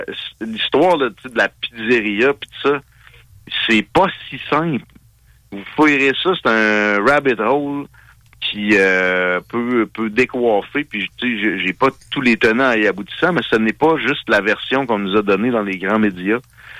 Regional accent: Canada; born there; même si je suis né au Canada

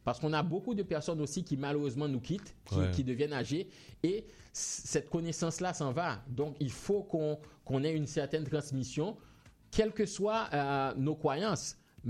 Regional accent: Haiti; Parce qu'on est haïtien, on a un vécu culturel qu'on ne peut pas effacer.

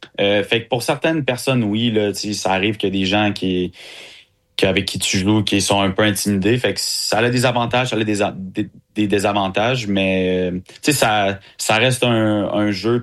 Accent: Quebec City, Quebec, Canada; moi, je viens de Québec. Fait que je suis à Québec.

